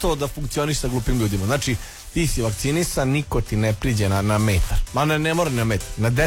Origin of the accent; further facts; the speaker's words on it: Novi Sad, Vojvodina, Serbia; ja bih uzeo i to kao specijalnu kategoriju, ja sam iz Novog Sada